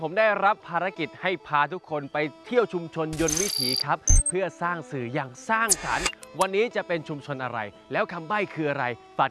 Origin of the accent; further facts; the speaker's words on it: Isan, Thailand; นี่อีสานแน่นอนบอกเลยนี่ผมพูดแล้วนะครับผมคนอีสานอยู่แล้ว